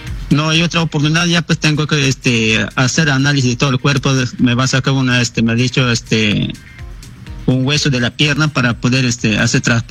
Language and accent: Spanish; Nueve Paraíso, Loreto, Peru; Sí, yo soy natural de Nueve Paraíso, Quebrada Poli, Río Momón, pertenece al distrito de Punchana.